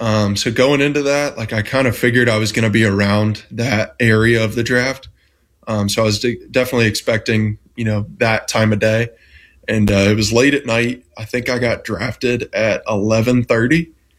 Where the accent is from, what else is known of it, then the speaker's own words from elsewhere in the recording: Jacksonville, Florida, United States; Born and raised in Jacksonville. Obviously, I'm a Florida boy.